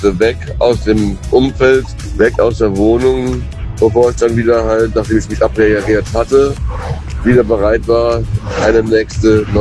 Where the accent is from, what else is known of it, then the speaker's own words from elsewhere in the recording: Saarland, Germany; moved away as an adult; now in Hürth, Germany; dann bin ich aus dem Saarland weggezogen, aus meiner Heimat.